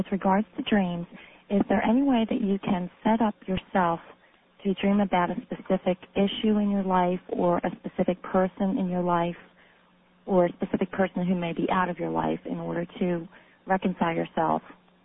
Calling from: Charlotte, North Carolina, United States; Charlotte, North Carolina.

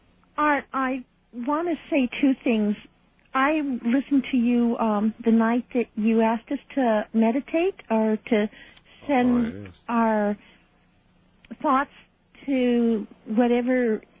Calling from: Fairbanks, Alaska, United States; I'm calling from Fairbanks, Alaska.

